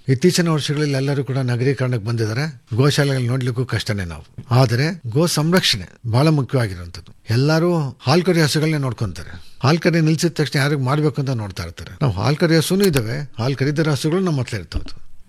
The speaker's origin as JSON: {"language": "Kannada", "town": "Bengaluru", "region": "Karnataka", "country": "India", "tie": "born or raised there", "said": "ಬೆಂಗಳೂರು ಮಲ್ಲೇಶ್ವರದಲ್ಲೇ ಹುಟ್ಟಿ ಬೆಳೆದವನು. ತಾತ ಮುತ್ತಾತನ ಜಾಗ ನೆಲಮಂಗಲ ತಾಲೂಕಿನ ತ್ಯಾಮಗಂಡ್ಲು. ಸುಮಾರು 130-140 ವರ್ಷಗಳಿಂದೇನೆ ಬೆಂಗಳೂರಿಗೆ ನಮ್ಮ ತಾತವರೇ ಬಂದು ಸೆಟ್ಲ್ ಆಗಿದ್ದು. ಅಲ್ಲೇ ಹುಟ್ಟಿ ಬೆಳೆದಿದ್ದು"}